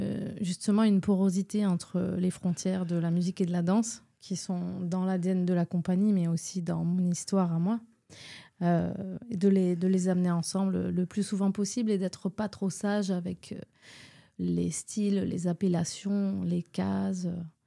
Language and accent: French; Occitanie, France; born or raised there